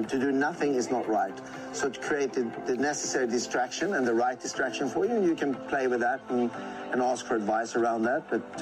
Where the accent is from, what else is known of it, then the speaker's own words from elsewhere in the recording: Sweden; now in Australia; I'm from Sweden originally and I've lived in WA since 2013